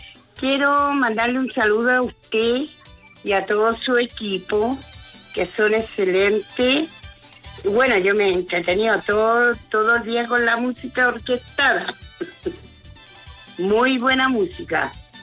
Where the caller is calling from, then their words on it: Vallenar, Atacama, Chile; yo llamo de Vallenar.